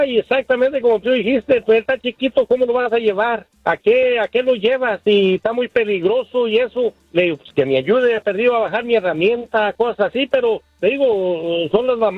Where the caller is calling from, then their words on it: Apulco, Zacatecas, Mexico; Donde yo soy es de Apulco, Zacatecas.